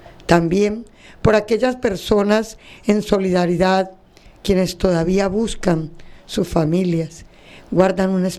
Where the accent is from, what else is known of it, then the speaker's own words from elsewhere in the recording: Arauca, Colombia; como colombianos, como araucanos